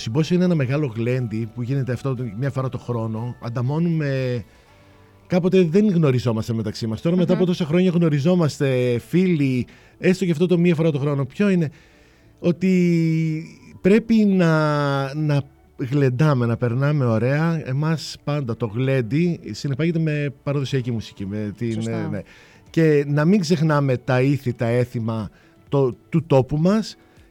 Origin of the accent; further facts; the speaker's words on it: Xanthi, Eastern Macedonia and Thrace, Greece; Είμαστε πολύ δεμένοι σε αυτό το κομμάτι εδώ οι ντόπιοι της Ξάνθης, οι Ξανθιώτες.